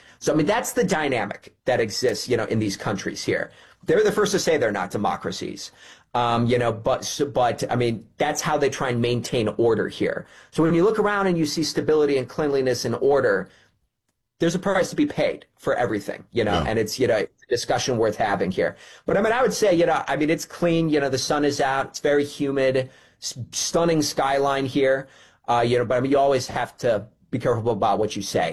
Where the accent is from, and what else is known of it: Cleveland, Ohio, United States; born or raised there; moved away as an adult; now in Qatar